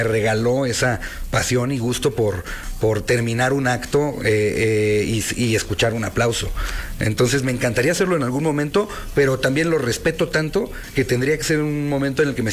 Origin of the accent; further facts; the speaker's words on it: State of Mexico, Mexico; soy del Estado de México, no soy ni fronterizo